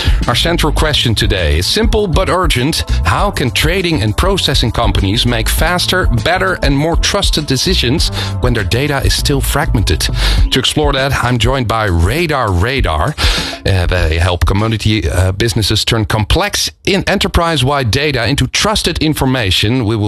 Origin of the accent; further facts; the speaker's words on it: Rotterdam, South Holland, Netherlands; I'm from Rotterdam as well, a city about doing stuff instead of talking about it.